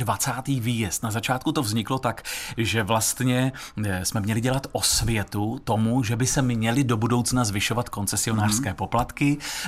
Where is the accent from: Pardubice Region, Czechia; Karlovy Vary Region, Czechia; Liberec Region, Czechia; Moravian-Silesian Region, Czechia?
Karlovy Vary Region, Czechia; Chodov; moved away as an adult; also born or lived in Sokolov; now in Prague, Czech Republic; Do svého rodného kraje jezdím a rád. Já jsem Sokolovák, tedy narozením to byla nejbližší porodnice, potom jsem v Sokolově vystudoval gymnázium, ale jako původem jsem z Chodova u Karlových Varů nebo u Sokolova. To je vlastně 15-tisícové město nedaleko a vracím se tam moc rád.